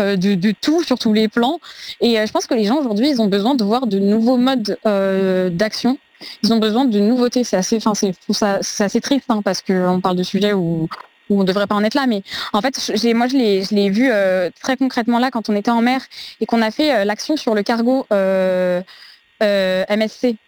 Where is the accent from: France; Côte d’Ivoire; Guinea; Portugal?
France; en tant qu'Européens et en tant que Français d'autant plus, c'est notre héritage aussi